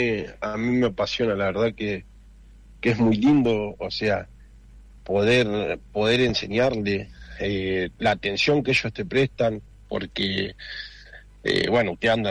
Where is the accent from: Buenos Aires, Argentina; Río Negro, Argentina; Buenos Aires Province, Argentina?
Río Negro, Argentina; Cipolletti; born there